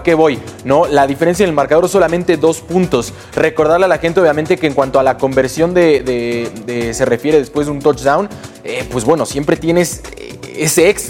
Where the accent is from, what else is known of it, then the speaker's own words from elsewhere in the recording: Mexico; Tenemos expectativas altas, no solamente como mexicanos